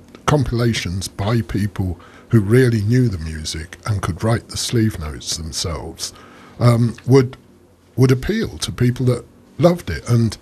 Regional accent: London, United Kingdom; I grew up in North London, in Hornsey. Went to school in Hornsey, in Crouch End, when before it was gentrified, really.

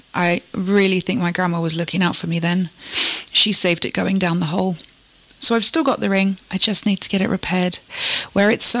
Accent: England, United Kingdom; born there; I was born in England

